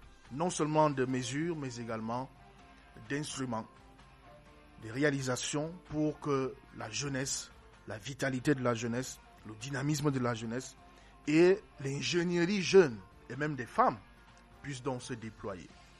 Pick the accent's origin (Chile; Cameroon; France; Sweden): Cameroon; en tant que Camerounais